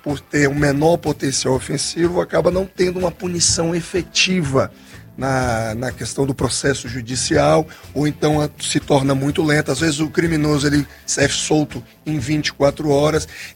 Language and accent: Portuguese; Salvador, Bahia, Brazil; now in Brasília, Brazil; vim de outro estado, de outra cidade, de onde eu fui criado, e de Salvador, Bahia.